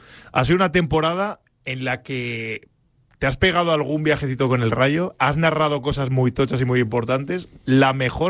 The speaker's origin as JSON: {"language": "Spanish", "region": "Valencian Community", "country": "Spain", "said": "Bueno, al menos yo, que soy de Castellón, los pueblos de Castellón coinciden todas en agosto."}